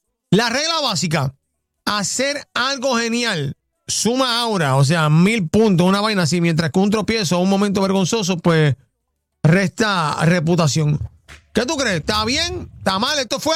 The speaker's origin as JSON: {"language": "Spanish", "town": "Yauco", "country": "Puerto Rico", "said": "En la high school de Yauco, de donde yo vengo, de donde yo salí."}